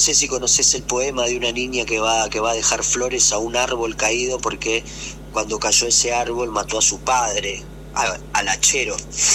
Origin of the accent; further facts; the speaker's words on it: Resistencia, Chaco, Argentina; De Resistencia, uh-huh. De la capital.